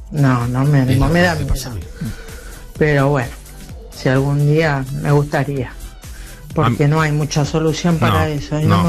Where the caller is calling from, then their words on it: Buenos Aires, Argentina; de Abasto, 049.